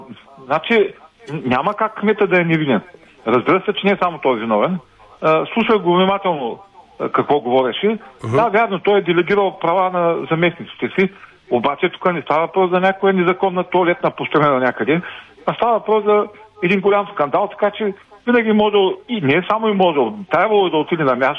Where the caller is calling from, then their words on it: Ruse, Ruse Province, Bulgaria; съм от Русе